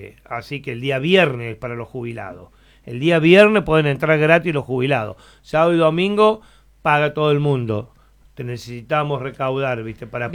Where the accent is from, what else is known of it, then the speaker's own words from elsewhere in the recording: Juan Jorba, San Luis, Argentina; Yo soy de Juan Jorba, y Jorba es mi lugar en el mundo realmente, porque tenemos nuestro campo ahí, somos la tercera generación de que estamos ahí